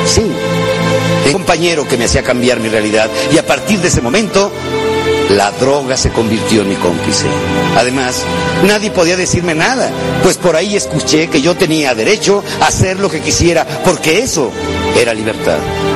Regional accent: Mexico; Yo no soy de México, yo soy México.

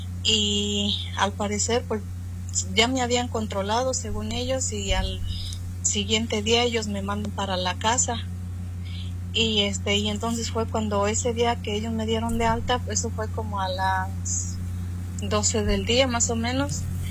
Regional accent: Michoacán, Mexico; born there; moved away; Yo nací en Michoacán, México, pastor.

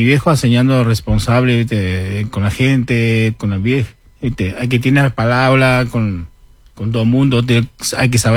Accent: Uruguay; Y en Uruguay hay muchas cosas, como yo digo, yo soy uruguayo

